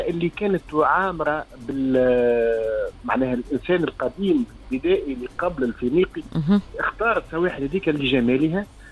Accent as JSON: {"language": "Arabic", "town": "Bizerte", "region": "Bizerte Governorate", "country": "Tunisia", "tie": "born there", "also_born_or_lived": "Djerba", "said": "أنا جربي مولود في بنزرت"}